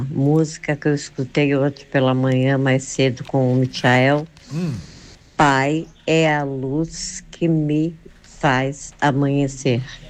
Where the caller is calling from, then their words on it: Brazil; sou de Serão, do bairro Clara Adélia.